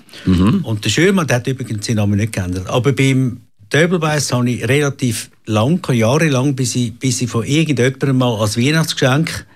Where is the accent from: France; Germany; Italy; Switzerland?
Switzerland; ich bin am Zürichsee aufgewachsen.